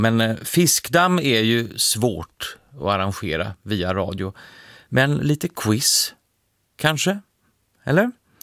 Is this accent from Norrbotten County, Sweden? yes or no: no; Uddevalla, Västra Götaland County, Sweden; Jag är född och uppvuxen i Uddevalla och jag vet inte riktigt vad jag ska säga om den här likheten med Venedig.